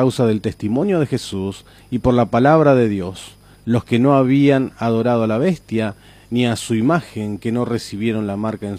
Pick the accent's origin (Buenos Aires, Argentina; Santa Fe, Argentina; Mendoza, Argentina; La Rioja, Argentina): Buenos Aires, Argentina; aquellos que somos de Coronel Rosales